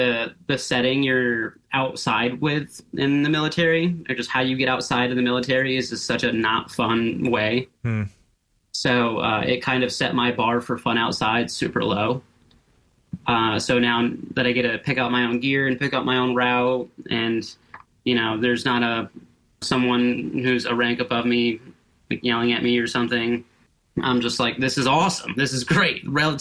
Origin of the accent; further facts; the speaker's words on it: Alaska, United States; To give some context, I was born in Alaska. I'm from Alaska. But my family moved around a lot.